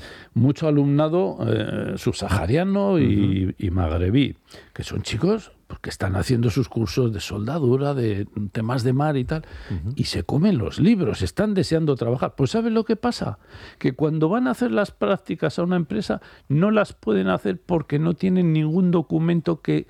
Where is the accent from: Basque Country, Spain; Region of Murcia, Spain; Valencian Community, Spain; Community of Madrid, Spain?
Basque Country, Spain; ya somos mayorcitos los vascos